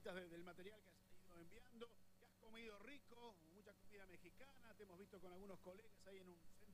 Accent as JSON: {"language": "Spanish", "country": "Argentina"}